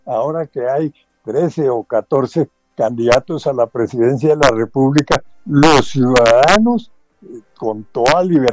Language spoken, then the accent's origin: Spanish; Colombia; que elijamos los colombianos